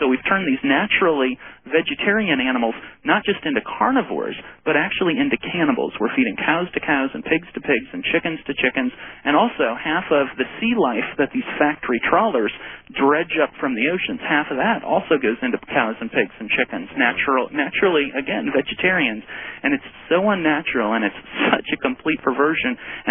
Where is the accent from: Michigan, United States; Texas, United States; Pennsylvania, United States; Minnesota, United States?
Minnesota, United States; I grew up in Minnesota eating fish, and I also grew up fishing for 12 years, land of 10,000 lakes